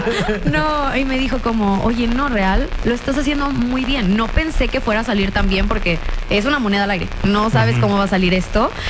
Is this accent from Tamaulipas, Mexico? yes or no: yes; Reynosa, Tamaulipas, Mexico; also born or lived in Monterrey; todos piensan que soy también de Tamaulipas porque me crié en frontera.